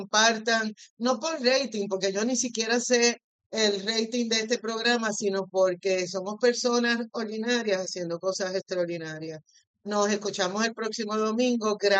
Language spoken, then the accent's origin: Spanish; Puerto Rico; nuestra puertorriqueñidad